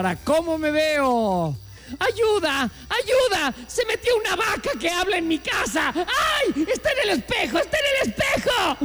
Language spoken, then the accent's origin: Spanish; Mexico; ¿Somos felices los mexicanos en el sexo?